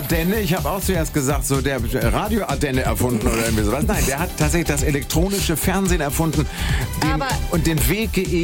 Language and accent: German; Hamburg, Germany; born there; Ich bin in Hamburg geboren